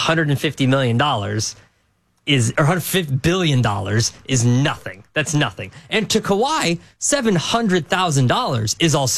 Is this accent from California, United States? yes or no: no; New York, United States; As a New Yorker